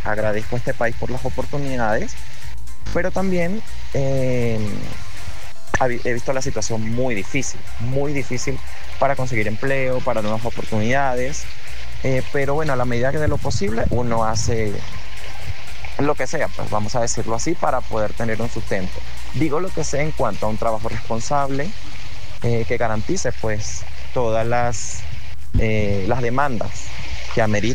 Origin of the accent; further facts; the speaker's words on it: Venezuela; moved away as an adult; now in Colombia; como inmigrante venezolano no me afecta porque yo tengo mi permiso por protección temporal, lo saqué llegando acá al país